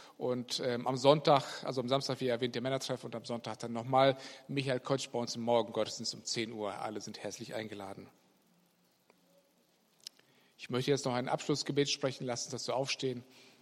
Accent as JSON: {"language": "German", "country": "Germany", "said": "Wir sind ja Deutsche, wir lieben Ordnung."}